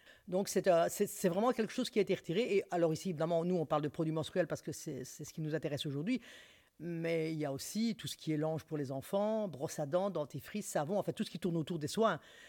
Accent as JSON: {"language": "French", "region": "Brussels", "country": "Belgium", "said": "j'ai vraiment cherché ce qui se faisait chez nous, donc à Bruxelles, chez nous en Belgique"}